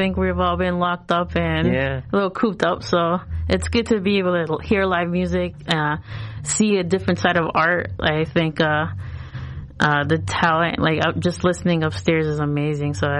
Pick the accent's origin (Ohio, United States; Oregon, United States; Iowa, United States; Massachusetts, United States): Massachusetts, United States; Boston; inspiration came from growing up in East Boston and being one of the first Latin families within the mm-hmm. Italian community.